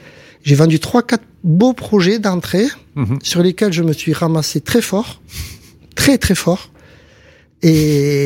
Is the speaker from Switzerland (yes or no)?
no; Montpellier, Occitanie, France; Donc, chez nous, à Montpellier, 20, 25 000, 8 par 4, coque, machin, moyenne.